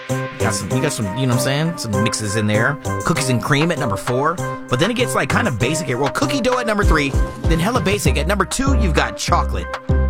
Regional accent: San Diego, California, United States; moved away; especially on the West Coast where I grew up in San Diego

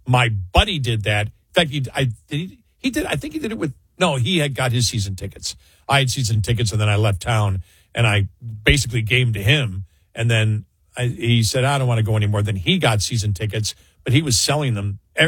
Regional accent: Buffalo, New York, United States; born or raised there

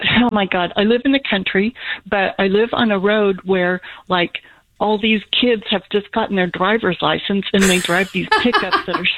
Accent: Fresno, California, United States; born there; I'm not from Fresno, but that's where I was born.

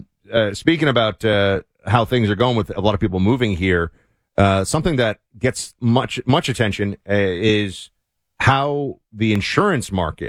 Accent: Florida, United States; So you are running for governor in Florida, my home state here

